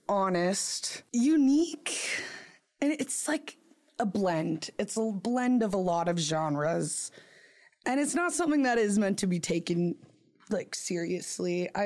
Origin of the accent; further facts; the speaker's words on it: Prince George, British Columbia, Canada; moved away as an adult; also born or lived in Nanaimo; I'm from Prince George, Tsleil-Waututh'en Nation.